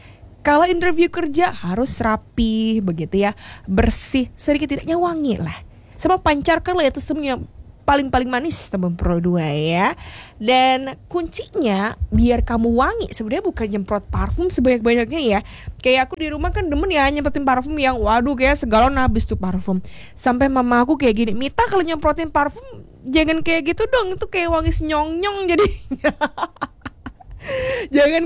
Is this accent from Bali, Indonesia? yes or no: yes; Bali, Indonesia; Kalau kita orang Bali ngomongnya jaman kebres